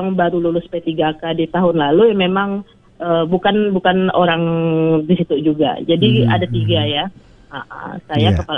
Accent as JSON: {"language": "Indonesian", "region": "West Kalimantan", "country": "Indonesia", "said": "Saya memang asalnya di Kabupaten Sanggau, cuma penempatannya itu di Desa Penyalimau Jaya."}